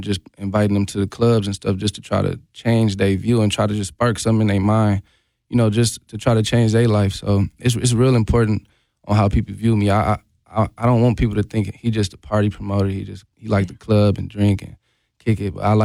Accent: Milwaukee, Wisconsin, United States; also born or lived in California / Texas; I'm from Milwaukee. They're like, oh, I'm from Milwaukee. Or I know somebody from Milwaukee. So it was that was a dope experience. But I lived in California for a few years, lived in Texas for a few years, and then I've been back here for about 6 years now.

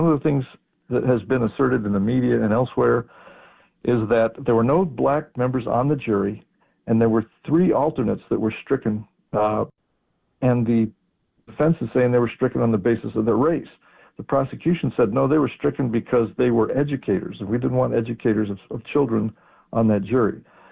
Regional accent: New Mexico, United States; In my home state of New Mexico

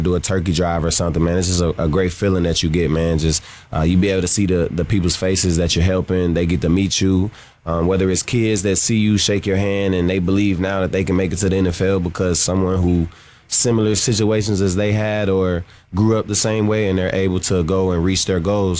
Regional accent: St. Louis, Missouri, United States; So I'm from St. Louis, so yeah. I have to be, right?

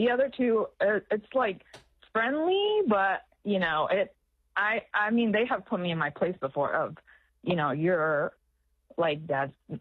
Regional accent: United States; I grew up in the States with my mom.

